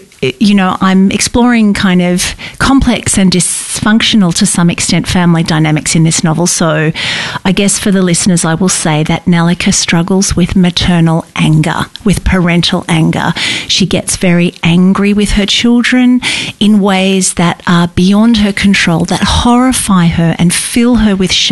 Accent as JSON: {"language": "English", "town": "Sydney", "region": "New South Wales", "country": "Australia", "tie": "born or raised there", "said": "I mean, these are questions that many people ask, and particularly for me, I grew up in Sydney. That was my home."}